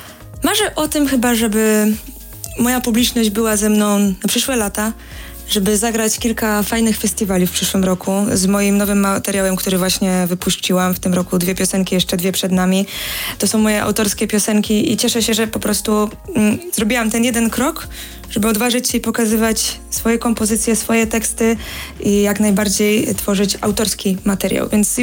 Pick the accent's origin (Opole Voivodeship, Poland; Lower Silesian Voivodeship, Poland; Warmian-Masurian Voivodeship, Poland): Opole Voivodeship, Poland; Krapkowice; moved away; u siebie w mojej rodzinnej miejscowości w Krapkowicach